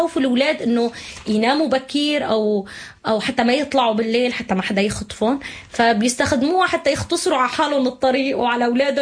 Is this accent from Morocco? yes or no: no; Syria; نحن عندنا بسوريا بالشام مشهوره امنا الغوله